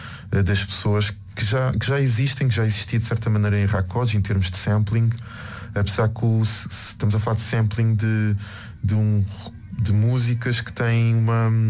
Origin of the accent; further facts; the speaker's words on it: Amadora, Lisbon, Portugal; born there; Ela, não, a minha família é da Somada. Uhum. Eu nasci na Cova da Moura.